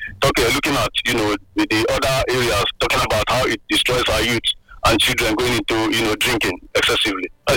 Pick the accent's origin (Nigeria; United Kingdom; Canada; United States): Nigeria; South East; born there; those days when we were growing up, we'd be handed, a little token to go and get, call it in KG, in southeast part of this country.